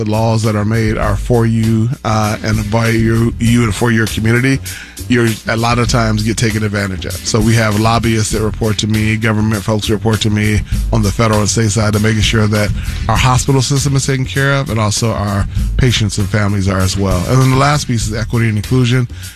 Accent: Detroit, Michigan, United States; So, like I said, you're born and raised in Detroit, you're all things Detroit. Hockey, baseball, you know, soccer, all things Detroit.

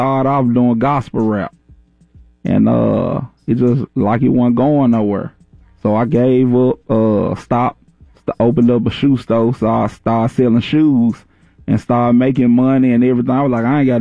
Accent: Memphis, Tennessee, United States; I'm from Memphis, Tennessee. Came a long way from North Memphis, man. It's a beautiful city, though.

